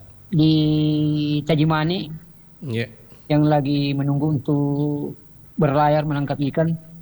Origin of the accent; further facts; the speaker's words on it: Tapalang, West Sulawesi, Indonesia; Iya, saya dari Tapalang, kebetulan baru pulang dari sekolah ini